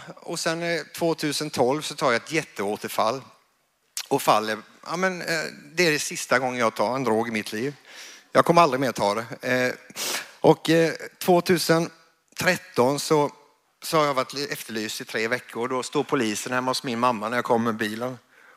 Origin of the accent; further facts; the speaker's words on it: Kalmar, Kalmar County, Sweden; born there; also born or lived in Åtvidaberg; now in Karlskrona, Sweden; jag är född i Kalmar.